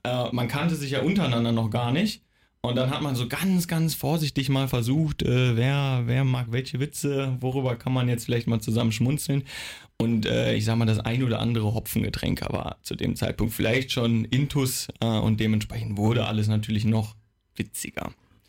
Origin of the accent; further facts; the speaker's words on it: Krefeld, North Rhine-Westphalia, Germany; moved away as an adult; now in Wilhelmshaven, Germany; Ich komme ursprünglich aus Krefeld, das darf sich ja netterweise Großstadt nennen.